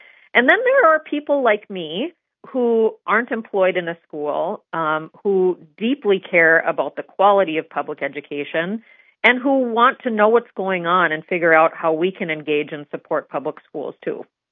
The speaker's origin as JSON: {"language": "English", "town": "Ray", "region": "North Dakota", "country": "United States", "tie": "born or raised there", "said": "So here in Bismarck or my hometown of Ray, where whatever size community, public schools have a huge impact."}